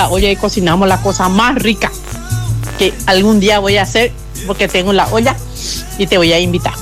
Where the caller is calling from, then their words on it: Paraguay; Soy de Maricabu. Cuando yo tenía 8 años, aprendí de mi mamá a hacer el chipá batí en la olla.